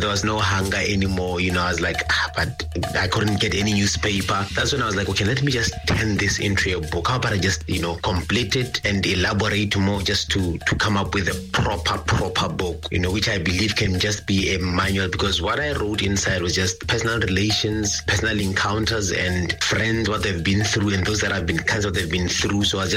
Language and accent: English; Francistown, Botswana; moved away as an adult; also born or lived in Orapa / Molepolole; now in Maun, Botswana; I'm a 40-year-old Kalanga man. I grew up in Orapa and Francistown. And I did my tertiary in Molepolo